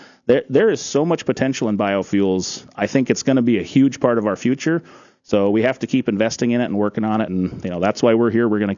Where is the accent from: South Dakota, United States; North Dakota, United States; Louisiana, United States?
North Dakota, United States; Daisy; I'm from Daisy, North Dakota, over in Barnes County